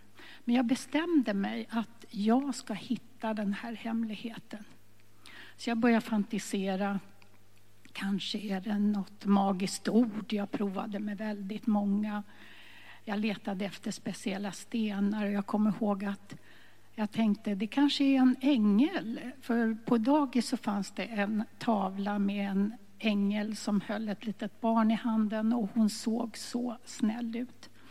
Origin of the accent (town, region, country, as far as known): Stockholm, Stockholm County, Sweden; born or raised there